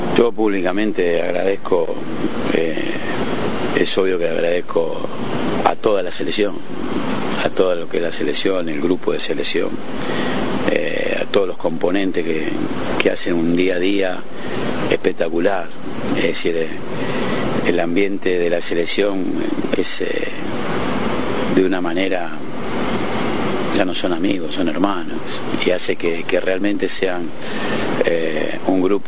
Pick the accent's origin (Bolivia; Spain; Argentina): Argentina; soy argentino